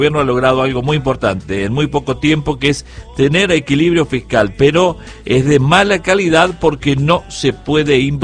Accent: Viamonte, Córdoba, Argentina; yo soy de Viamonte, que es un pueblo que está a 40 kilómetros y mi hermana vive en Canales.

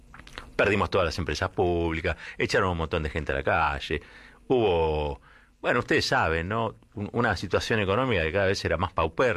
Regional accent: Argentina; yo soy argentino. ¿No? Viví acá, vivo acá.

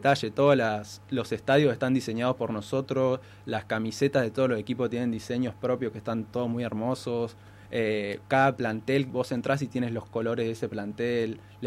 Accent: Neuquén, Argentina; vos elegís, por ejemplo, de qué ciudad sos, yo ahí pongo de Neuquén.

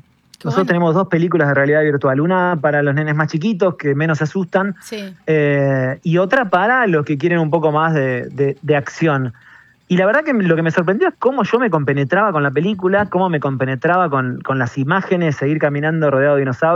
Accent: San Lorenzo, Santa Fe, Argentina; No soy de Buenos Aires, soy de una ciudad cercana a Rosario, más allá que Rosario la amo con toda mi alma, sí. Soy de una ciudad llamada San Lorenzo

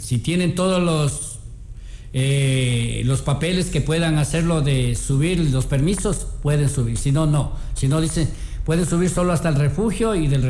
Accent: Ecuador; Como montañeros libres, como ecuatorianos, sí podemos.

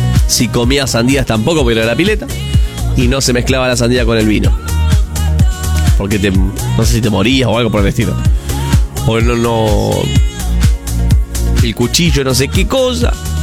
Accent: Argentina; somos bien argentinos y le pusimos pecho a las balas.

